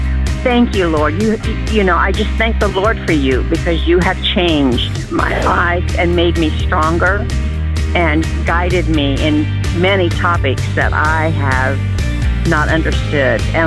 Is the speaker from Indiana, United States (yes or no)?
yes; Indiana, United States; I'm from Indiana.